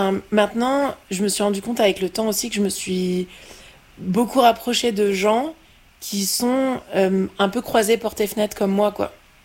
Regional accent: Normandy, France; je viens de Normandie.

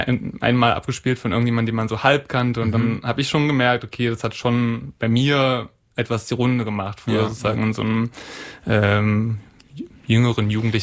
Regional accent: Saxony-Anhalt, Germany; ich komme aus der Nähe von Halle und da gibt's viele Dorffeste

